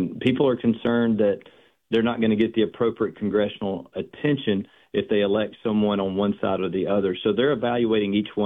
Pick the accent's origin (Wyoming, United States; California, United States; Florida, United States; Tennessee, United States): Tennessee, United States; Fayetteville; Yeah, I grew up, born and raised in Fayetteville, Tennessee, right on the Alabama-Tennessee state line, just north of Huntsville.